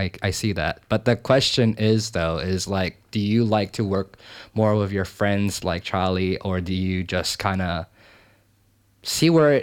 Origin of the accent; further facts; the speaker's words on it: Philippines; Bro, I'm Filipino as well.